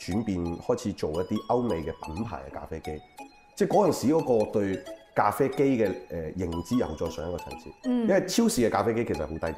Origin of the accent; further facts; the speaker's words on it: Hong Kong; born there; 我喺香港出世嘅香港人。